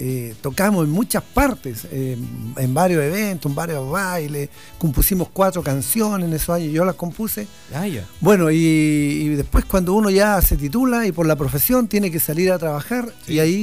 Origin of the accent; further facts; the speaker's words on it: Concepción, Biobío, Chile; quiero hacer una canción que represente a la gente de mi región, a la gente de mi ciudad.